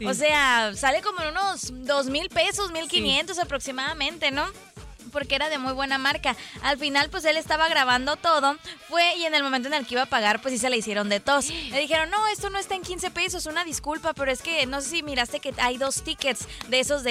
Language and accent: Spanish; Mexico; Somos mexicanos